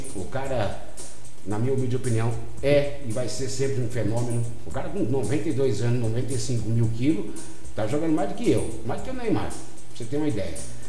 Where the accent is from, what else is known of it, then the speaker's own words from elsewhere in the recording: Brazil; Eu sou brasileiro, pô.